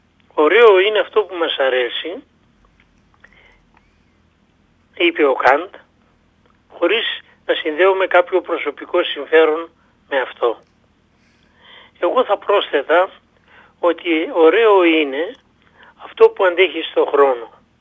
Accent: Greece; επειδή συμβαίνει να είμαι Έλληνας

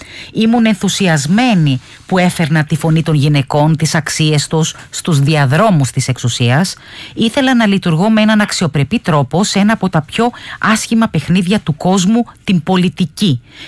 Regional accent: Antissa, North Aegean, Greece; Και επειδή τώρα μας ακούνε και στην Μυτιλήνη, στο χωριό μου, στην Άντισα

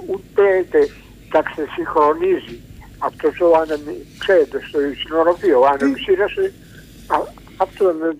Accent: Cholargos, Attica, Greece; Κύριε Γιώργο, είμαι από το Χολαργό.

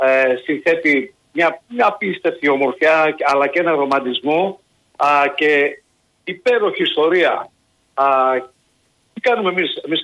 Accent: Corfu, Ionian Islands, Greece

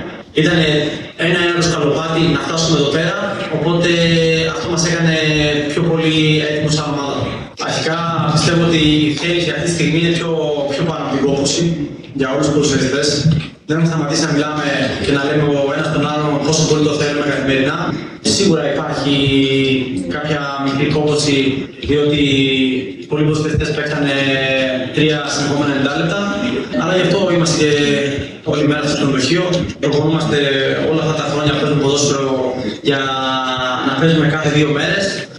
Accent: Northern Greece, Greece; Οπότε και εγώ, σαν παιδί της Βόρειου Ελλάδας, είμαι πάρα πολύ χαρούμενος. Παίζω σχετικά στα μέρη μου.

